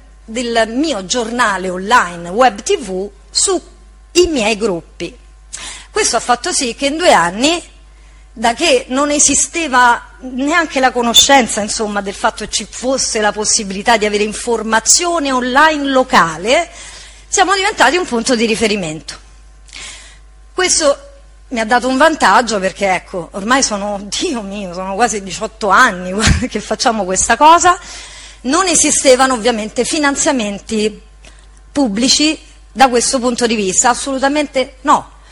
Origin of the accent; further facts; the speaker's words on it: Ostia, Lazio, Italy; quindi sono di Ostia